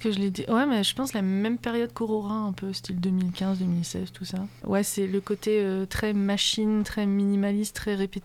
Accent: England, United Kingdom; first language Danish and English; French is a second language; moved away; Oui, j'ai grandi en Angleterre.

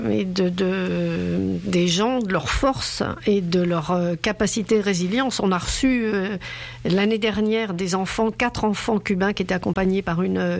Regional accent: France

